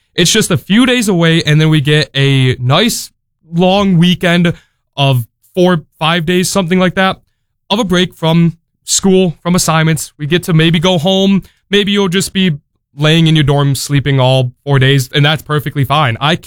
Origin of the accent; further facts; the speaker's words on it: Syracuse, New York, United States; moved away as an adult; I'm about 8 hours away. I'm from Syracuse, New York.